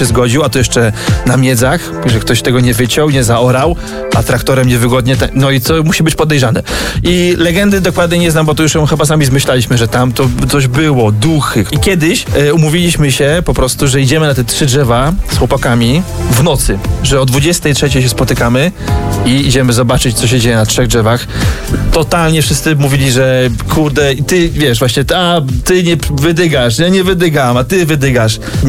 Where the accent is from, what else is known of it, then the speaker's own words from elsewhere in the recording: Bojków, Silesian Voivodeship, Poland; born there; Ja mam taką historię u mnie w Bojkowie.